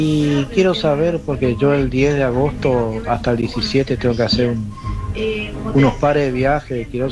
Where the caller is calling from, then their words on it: Corrientes, Argentina; de Corrientes Capital, 21 de julio del 78.